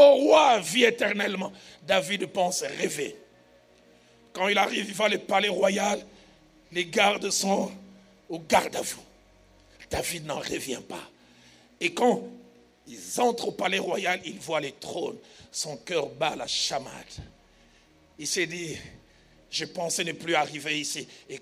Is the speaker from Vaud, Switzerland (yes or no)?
yes; Lausanne, Vaud, Switzerland; J'ai grandi à Lausanne.